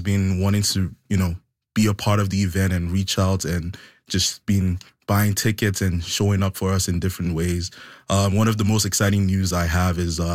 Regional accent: Lagos, Nigeria; Yes, I'm from Lagos.

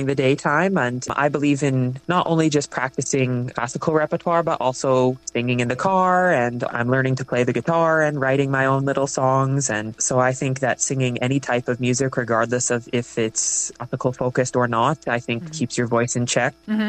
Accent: Alberta, Canada; I still continued to do musical theater and shows, community theater in my hometown and around Southern Alberta till I graduated high school.

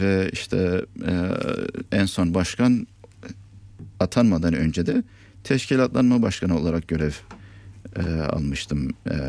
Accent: Pınarbaşı, Kayseri, Turkey; moved away; Kayseri, Pınarbaşı.

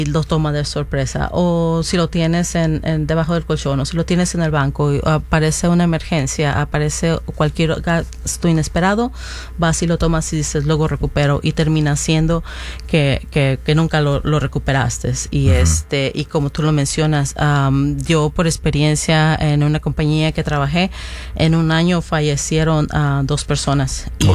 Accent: Mexico; moved away; yo soy de México, mi mamá es de Michoacán

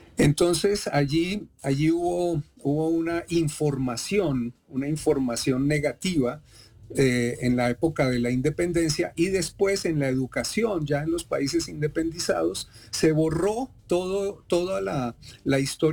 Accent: Bogotá, Colombia; Yo soy Rolo Chapineruno Ala, pero además soy colombiano y soy colombiano y pertenezco y me miran como colombiano aquí y como Rolo Chapineruno.

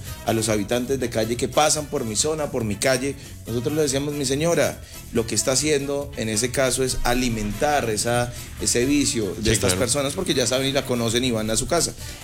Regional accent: Ibagué, Tolima, Colombia

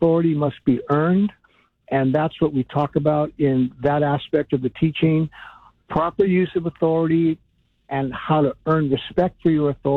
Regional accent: Los Angeles, California, United States; I grew up in Northeast LA, which is there's known for violence and gangs and drugs and things like that.

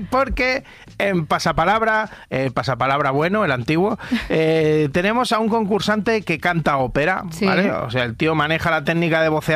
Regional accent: Galicia, Spain; Que soy gallego yo.

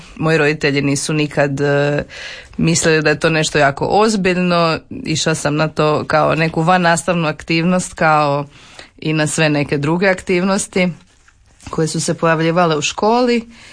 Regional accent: Osijek, Osijek-Baranja County, Croatia; born there; Rođena sam u Osijeku 1994. godine.

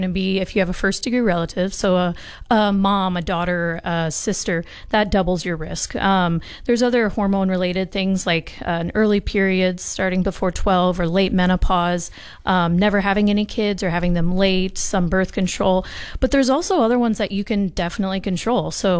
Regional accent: South Dakota, United States; So I grew up in Casswood, South Dakota, a town of about 600.

